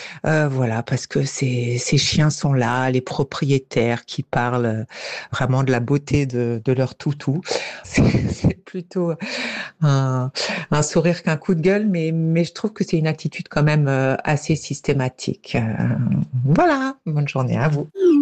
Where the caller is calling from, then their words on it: Bern, Switzerland; de Berne.